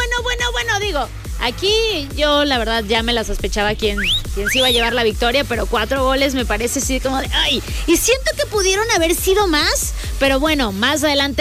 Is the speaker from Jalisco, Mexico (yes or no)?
yes; Guadalajara, Jalisco, Mexico; los tapatíos y en general el mundo entero, los mexicanos